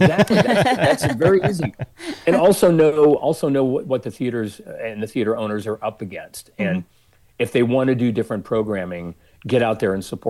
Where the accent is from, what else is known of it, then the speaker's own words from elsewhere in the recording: Seattle, Washington, United States; I'm from Seattle